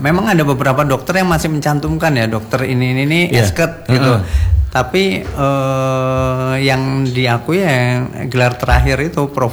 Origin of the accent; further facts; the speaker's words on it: Java, Indonesia; karena saya orang Jawa ya Pak ya